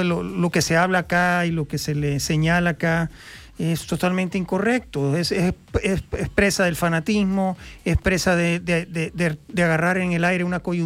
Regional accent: El Salvador; Porque yo soy del Salvador y como tenemos ese complejo de inferioridad, muchos te dicen, no, ¿cómo vas a hacer eso?

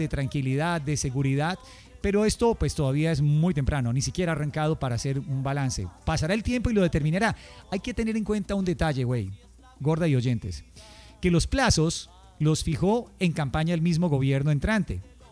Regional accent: Colombia; somos los mismos colombianos

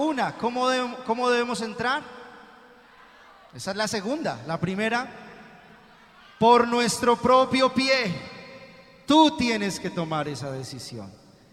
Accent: Bogotá, Colombia; no soy paisa, soy bogotano.

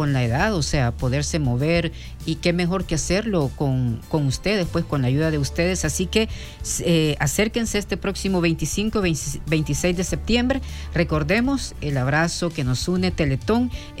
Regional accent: El Salvador; como decimos nosotros como salvadoreños

